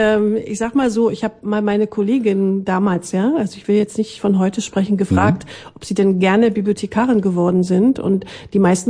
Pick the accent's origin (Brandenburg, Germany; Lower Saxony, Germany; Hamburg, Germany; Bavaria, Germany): Brandenburg, Germany; Guben; born there; also born or lived in Leipzig; now in Frankfurt (Oder), Germany; Ja, in meiner Heimatstadt, also in meiner Geburtsstadt. Heimatstadt ist, glaube ich, jetzt mittlerweile Frankfurt-Oder. Das war Guben.